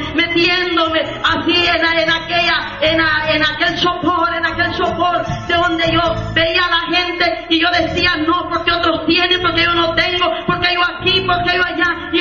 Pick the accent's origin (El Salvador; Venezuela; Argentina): El Salvador; born or raised there; moved away as an adult